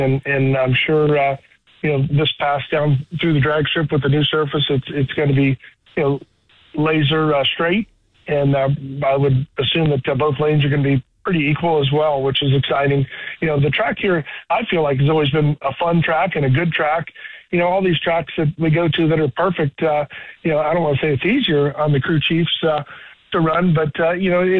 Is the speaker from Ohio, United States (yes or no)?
yes; Columbus, Ohio, United States; my hometown of Columbus, Ohio